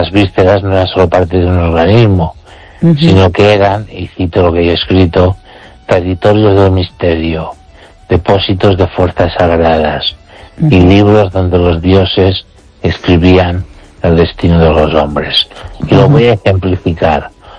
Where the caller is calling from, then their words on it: Ourense, Galicia, Spain; desde Orense.